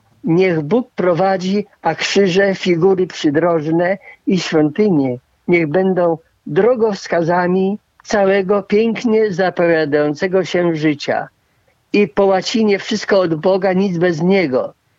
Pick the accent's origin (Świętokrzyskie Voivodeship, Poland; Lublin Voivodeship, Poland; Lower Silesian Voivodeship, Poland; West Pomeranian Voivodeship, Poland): Lublin Voivodeship, Poland; Chełm; also born or lived in Volhynia; Chełma Lubelskiego, na którym to moje miasto rodzinne, bo ja się urodziłem na Wołyniu, osada wojskowa Piłsudskiej, więc to było najbliższe miasto po wojnie